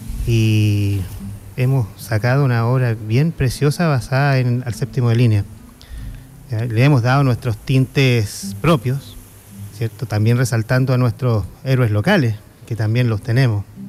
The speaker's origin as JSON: {"language": "Spanish", "country": "Chile", "said": "nuestra identidad como chilenos"}